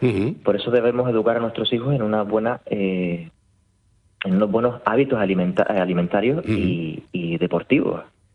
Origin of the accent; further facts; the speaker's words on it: Canary Islands, Spain; accent: Canarian; Con mi acento canario igual puede pasar desapercibida esa Z.es.